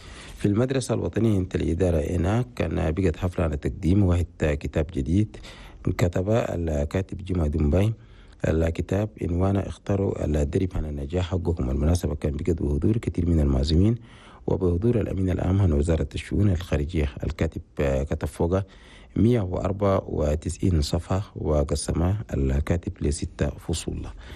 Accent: Chad; هنا بلدنا تشاد

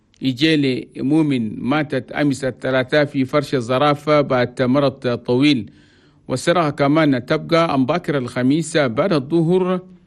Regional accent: Chad; أنا بلدنا تشاد بلد توماي كابيت

